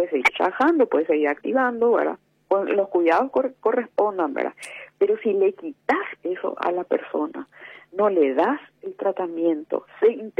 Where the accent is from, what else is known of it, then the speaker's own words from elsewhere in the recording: Paraguay; Pero nosotros somos tan paraguayo como el resto, ¿verdad?